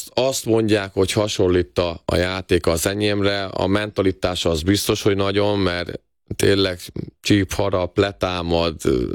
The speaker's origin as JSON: {"language": "Hungarian", "town": "Kaposvár", "region": "Somogy", "country": "Hungary", "tie": "born or raised there", "said": "Kaposváron születtem, és még 12 évesen az volt az álmom, hogy a egyszer a Rákócziba játszhassak, ami sikerült is, aztán nagyon hamar elkerültem"}